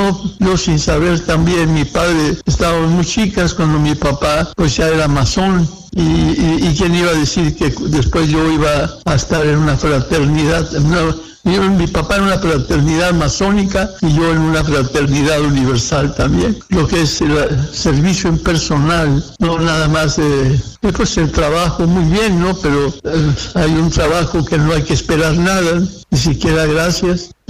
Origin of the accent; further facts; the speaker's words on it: Chihuahua, Mexico; Yo soy de Chihuahua y tengo ya 95 años.